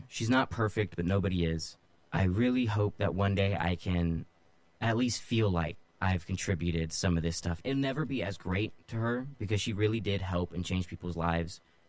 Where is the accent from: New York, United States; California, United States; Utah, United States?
California, United States; Modesto; also born or lived in Hayward / Keyes; So I'm originally from Hayward, California, but I moved when I was probably about 3 or 4 years old to Keyes, which is a city in between Ceres and Turlock. But then I only stayed there for a little bit till I moved to Modesto.